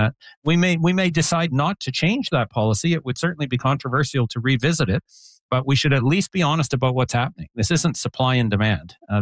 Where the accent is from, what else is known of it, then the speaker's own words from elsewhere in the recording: Alberta, Canada; I'm not sure Albertans would hate it. I was born and raised in Alberta.